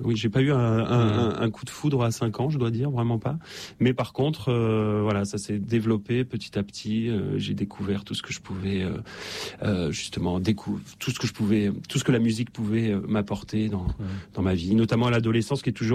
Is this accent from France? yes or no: yes; Nîmes, Occitanie, France; quand j'étais petit et adolescent à Nîmes